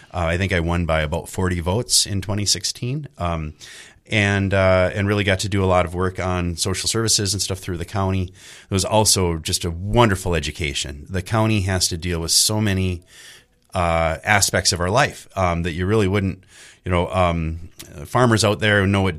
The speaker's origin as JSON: {"language": "English", "town": "Litchfield", "region": "Minnesota", "country": "United States", "tie": "born or raised there", "moved": "as an adult", "said": "So I was born and raised in Litchfield, Minnesota. And like I was mentioning, I come from farming stock, although I lived in town. My dad was the first generation to leave the farm."}